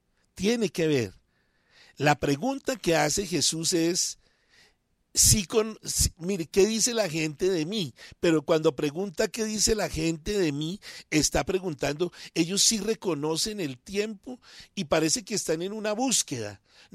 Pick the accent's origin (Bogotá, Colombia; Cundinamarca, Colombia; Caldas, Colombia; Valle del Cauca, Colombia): Bogotá, Colombia; yo soy bogotano, pero me la he pasado casi siempre en tierra caliente.